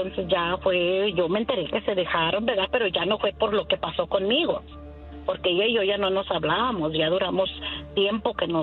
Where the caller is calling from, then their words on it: Oklahoma, United States; Desde Oklahoma